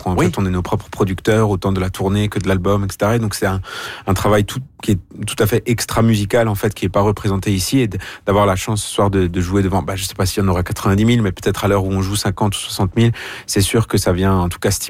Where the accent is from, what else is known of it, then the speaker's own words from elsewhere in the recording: Grand Est, France; On a collaboré avec un orchestre symphonique chez nous en Alsace, parce qu'on est alsacien en fait, de l'est de la France.